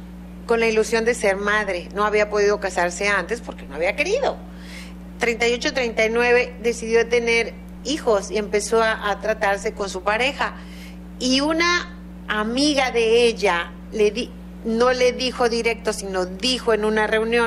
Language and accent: Spanish; Tabasco, Mexico; en Tabasco somos de bracito gordito.